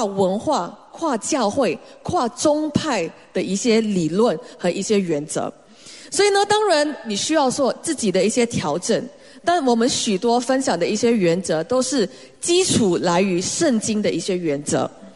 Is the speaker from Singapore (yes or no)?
yes; Singapore; born there; 我记得我在上学的时候，在新加坡